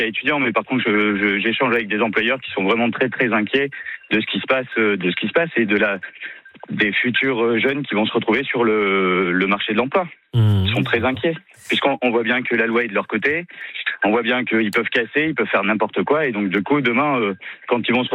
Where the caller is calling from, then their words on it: Nouvelle-Aquitaine, France; Le département de la Creuse.